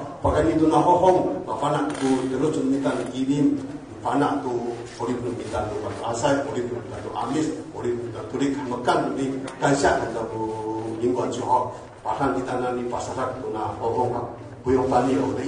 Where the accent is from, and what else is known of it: Taitung County, Taiwan